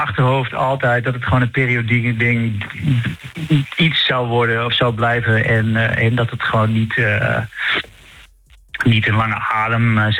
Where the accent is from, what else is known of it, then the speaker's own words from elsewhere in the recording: Overijssel, Netherlands; nou kom ik uit Twente, dus zou best